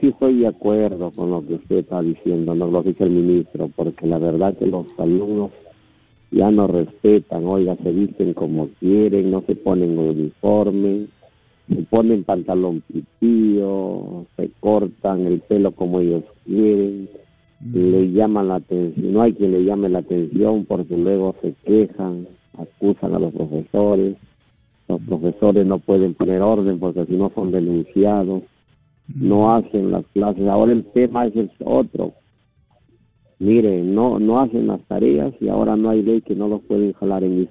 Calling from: Mórrope, Lambayeque, Peru; Está llamando de Lambayeque, Morrope.

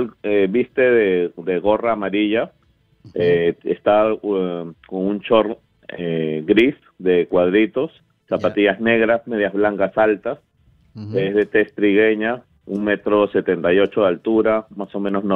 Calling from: Lima, Peru

